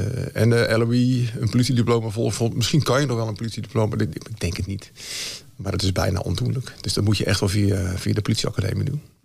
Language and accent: Dutch; Katwijk, South Holland, Netherlands; En mijn vader die kreeg uiteindelijk een baan in Katwijk als leraar. De Juliane MAVO. En daar heb ik de eerste jaren van mijn leven doorgebracht.